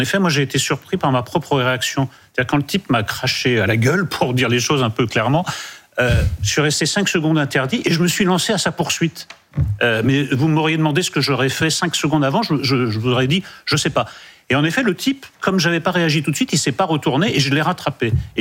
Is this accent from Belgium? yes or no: no; Bayonne, Nouvelle-Aquitaine, France; also born or lived in Germany / Paris; Moi j'étais à Bayonne, et puis quand j'étais à Paris, moi j'étais vraiment un petit gars de l'Est parisien.